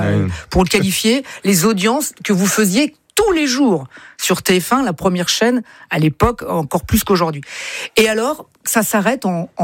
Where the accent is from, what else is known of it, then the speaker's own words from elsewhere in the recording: Paris, Île-de-France, France; je suis un parigot.